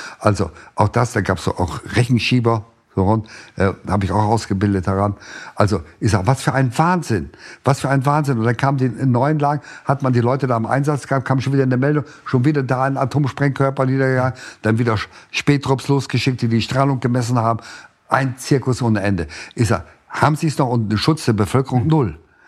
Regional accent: Lohne, Lower Saxony, Germany; und dann natürlich auch sind wir in einem Vertriebenenlager aufgewachsen, als Kind am Rande eines kleinen Städtchens, weit am Rande, nur

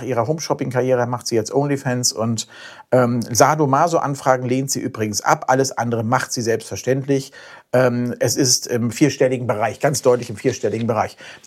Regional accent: Germany

